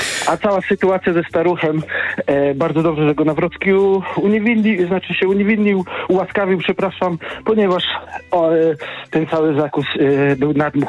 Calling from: Gdańsk, Pomeranian Voivodeship, Poland; jestem z Gdańska

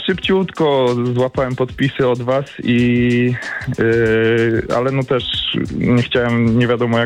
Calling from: Szczecin, West Pomeranian Voivodeship, Poland; jestem ze Szczecina akurat.

